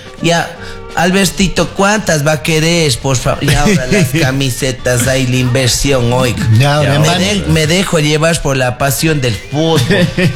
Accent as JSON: {"language": "Spanish", "country": "Ecuador"}